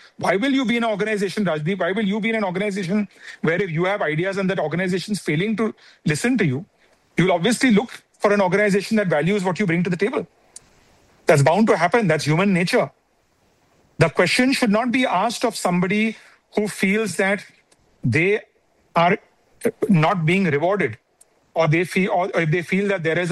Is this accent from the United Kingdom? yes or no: no; India; I believe as an Indian, I want a strong opposition in my country.